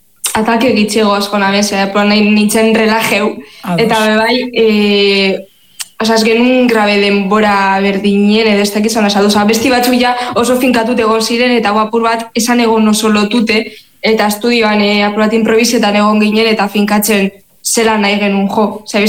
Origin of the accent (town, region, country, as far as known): Gernika, Basque Country, Spain